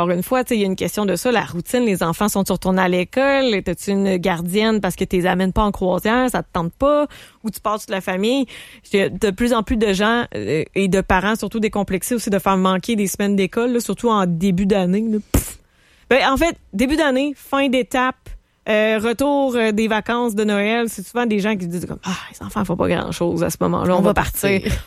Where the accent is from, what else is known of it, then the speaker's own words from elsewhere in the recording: Charlevoix, Quebec, Canada; now in Quebec City, Canada; Mais c'est effectivement Charlevoix, mon patelin, une des destinations principales des vacanciers qui vont rester au Québec.